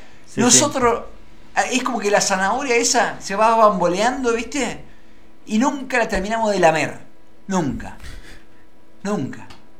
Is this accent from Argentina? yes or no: yes; Argentina; Somos los argentinos.